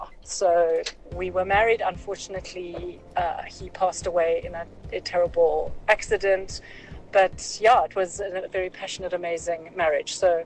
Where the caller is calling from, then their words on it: Johannesburg, Gauteng, South Africa; I'm from Joburg.